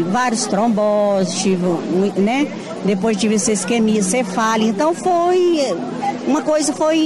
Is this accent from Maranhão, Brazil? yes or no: no; Divinópolis, Minas Gerais, Brazil; Eu sou de Divinópolis, aqui em Minas mesmo.